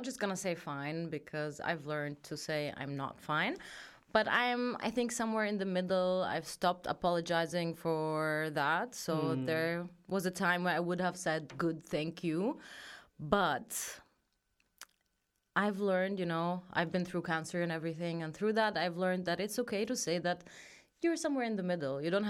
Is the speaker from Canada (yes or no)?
no; Vienna, Austria; first language German; English is a second language; Tunisian here in Austria, it's a complicated relationship. I was born here in Vienna, so I grew up here. And I grew up in a very closed community. So I did face a lot of racism, also being as a Palestinian.